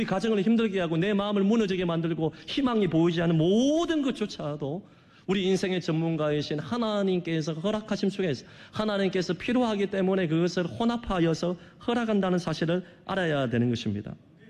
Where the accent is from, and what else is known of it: Geochang, South Gyeongsang, South Korea; born or raised there; moved away